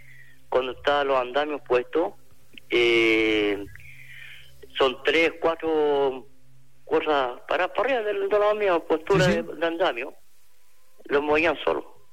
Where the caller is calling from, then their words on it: Rancagua, O'Higgins, Chile; yo soy de Carrancagua.